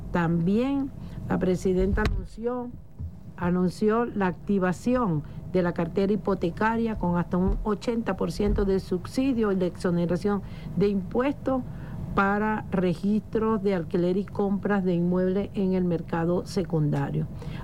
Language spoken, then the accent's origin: Spanish; Venezuela; somos venezolanos, tú eres venezolano y yo también